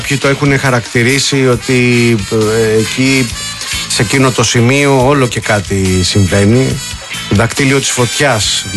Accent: Peloponnese, Greece; Δεν είμαι ούτε από το νομό Αρκαδίας, από το νομό Λακωνίας είμαι.

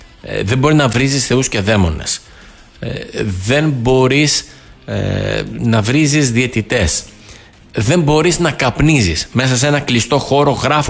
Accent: Greece; σαν ένας φίλαθλος, σαν ένας Έλληνας

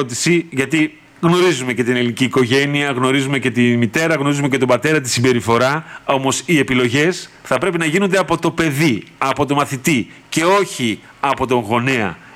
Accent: Greece

